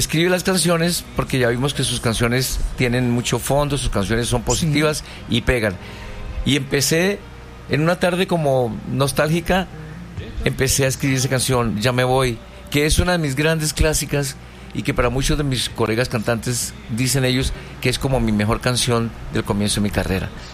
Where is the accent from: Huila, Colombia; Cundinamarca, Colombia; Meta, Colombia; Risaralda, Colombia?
Cundinamarca, Colombia; Fusagasugá; also born or lived in Melgar, Tolima; yo nací en Melgar, departamento del Tolima, Pero mi mamá se separa de mi papá y de 3 añitos ella nos trae a Fusagasugá, a la casa de los abuelos. Entonces yo estudié, viví mi infancia, mis estudios primarios en la ciudad de Fusagasugá